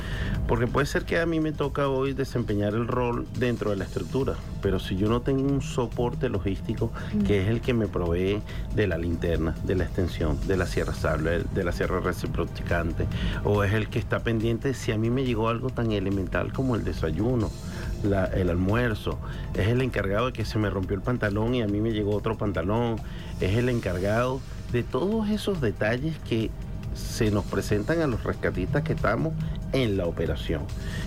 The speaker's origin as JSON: {"language": "Spanish", "country": "Venezuela", "said": "soy venezolano y venezolano de los buenos."}